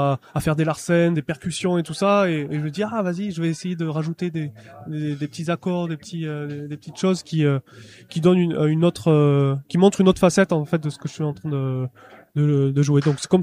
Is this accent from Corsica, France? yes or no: no; Occitanie, France; je viens des Hautes-Pyrénées donc j'ai eu des cours de gascon. Quand j'étais au collège, mais il m'en reste à peu près rien.